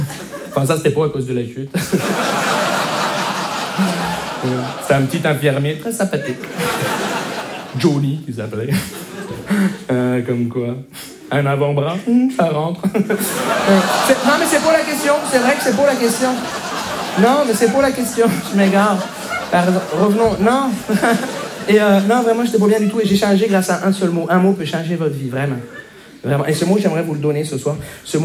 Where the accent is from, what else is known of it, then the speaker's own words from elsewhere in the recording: Montreal, Quebec, Canada; je viens de Montréal.